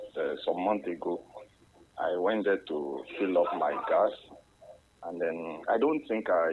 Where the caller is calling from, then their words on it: Bariga, Lagos, Nigeria; I'm coming from Bariga.